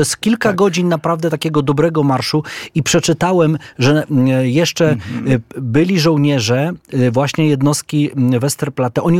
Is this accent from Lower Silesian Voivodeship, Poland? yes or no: yes; Kamienna Góra, Lower Silesian Voivodeship, Poland; born or raised there